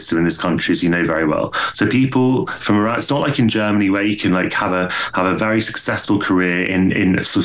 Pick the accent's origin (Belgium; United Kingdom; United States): United Kingdom; London; I say that as a Londoner, whereas in other countries, that's not the case.